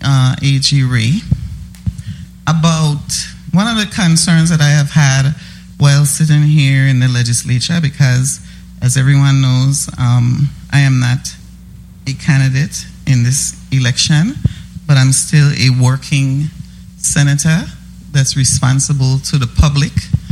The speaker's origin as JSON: {"language": "English", "country": "U.S. Virgin Islands", "said": "our rights as Virgin Islanders"}